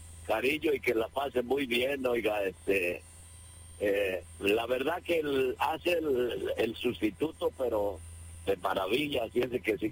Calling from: Ensenada, Baja California, Mexico; Yo vivo en Ensenada y ando ya aquí en Maneadero trabajando

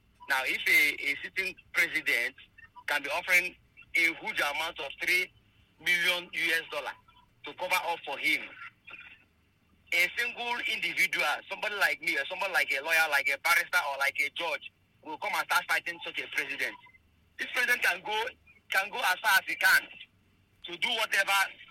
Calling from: Enugu, Enugu State, Nigeria; I come from Enugu.

